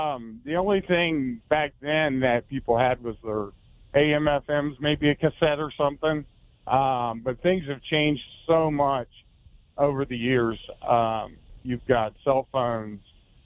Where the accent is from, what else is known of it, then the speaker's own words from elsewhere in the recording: Grove City, Ohio, United States; now in Charleston, West Virginia, United States; I grew up in Ohio, Grove City, Ohio.